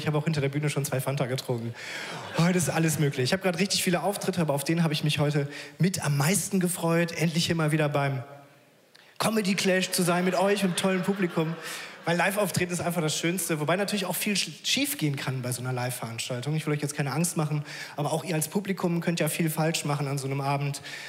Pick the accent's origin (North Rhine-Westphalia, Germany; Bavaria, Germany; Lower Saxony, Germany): North Rhine-Westphalia, Germany; Krefeld; Ich bin aufgewachsen in der Nähe von Paris, in Krefeld.